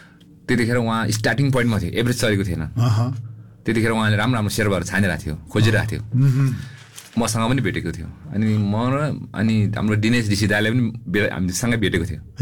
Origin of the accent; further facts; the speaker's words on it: Rolwaling, Bagmati, Nepal; moved away; अब अहिले त माथि मेरो आफ्नै गाउँमा रलबालिङमा चाहिँ लज छ